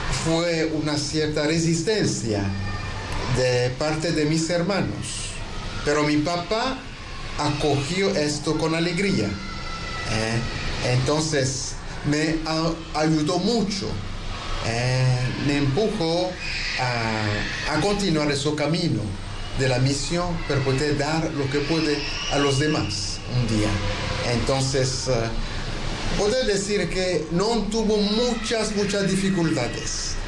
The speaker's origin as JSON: {"language": "Spanish", "country": "Togo", "also_born_or_lived": "Congo", "moved": "as an adult", "lives_now": "Esmeraldas, Ecuador", "said": "Yo soy del Togo, de África. Llegué acá en Ecuador hace 5 años, 4 años como párroco en San Lorenzo, 1 año en la Merced."}